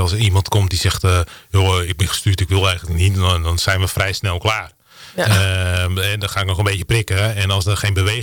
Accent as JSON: {"language": "Dutch", "country": "Netherlands", "said": "We zijn Nederlanders"}